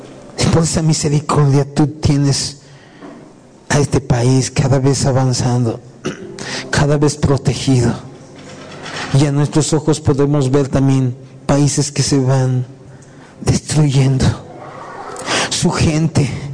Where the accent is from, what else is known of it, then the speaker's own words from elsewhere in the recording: Bolivia; Nosotros también somos bolivianos.